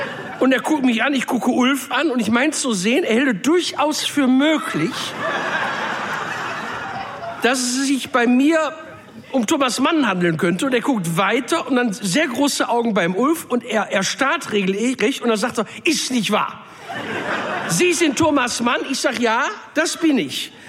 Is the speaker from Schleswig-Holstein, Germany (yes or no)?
no; North Rhine-Westphalia, Germany; Bei uns im Pott sagst du Hiopai zu sowas.